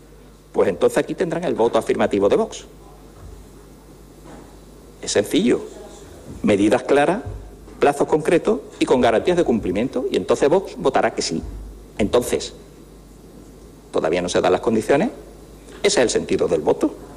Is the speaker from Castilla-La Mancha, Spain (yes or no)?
no; Cádiz, Andalusia, Spain; accent: Andalusian; ¿Que soy andaluz y ceceo o ceseo? ¿Cuál es el problema, señor Jiménez? No, no sé. Usted como un catedrático de... En fin. Es que uno es de Cádiz. Uno es de Cádiz. Perdone que me coma la zeta.